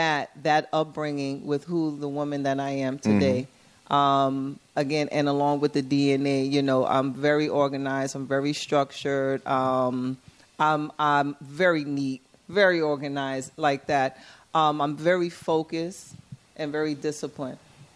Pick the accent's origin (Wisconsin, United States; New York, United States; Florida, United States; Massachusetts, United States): New York, United States; New York City; I grew up in the South Bronx, which back then, you know, it was a funny thing. The Bronx, growing up in the Bronx, it was a sense of community.